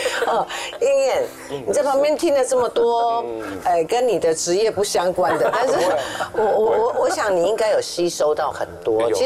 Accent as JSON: {"language": "Chinese", "country": "Taiwan", "said": "把我们就是台湾人，然后最美的风景就是人嘛"}